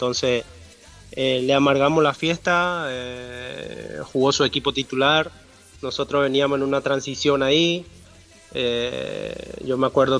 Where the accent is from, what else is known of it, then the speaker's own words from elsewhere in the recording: Paraguay; como paraguayo y como deportista